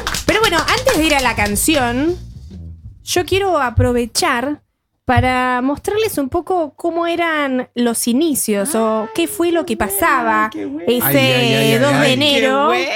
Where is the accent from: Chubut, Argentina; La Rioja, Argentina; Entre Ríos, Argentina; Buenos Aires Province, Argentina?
Buenos Aires Province, Argentina; Luján; now in Oslo, Norway; No soy de Córdoba, soy de Luján, provincia de Buenos Aires.